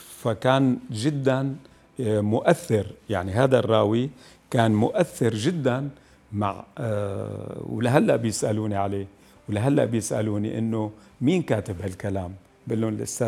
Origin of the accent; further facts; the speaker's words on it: Quneitra Governorate, Syria; now in Damascus, Syria; النشاه بتعرف هي بقريه بمنطقه البطيحه. هاي القريه لهجتنا هي موجوده بين فلسطين، جنوب لبنان، درعا والجانب السوري